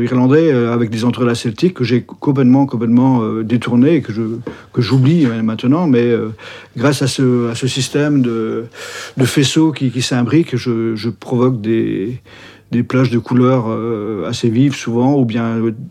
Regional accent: Brittany, France; je suis breton

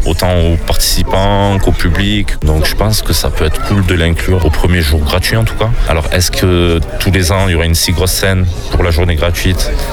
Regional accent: France; on est au bord de l'étang, à Totem, chez les copains, c'est ma ville natale. Voilà, moi je suis un artiste ici.

